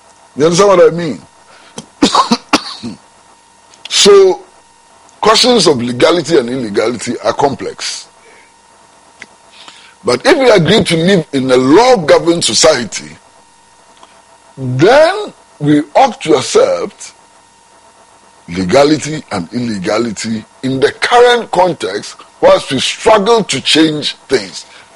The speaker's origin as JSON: {"language": "English", "country": "Ghana"}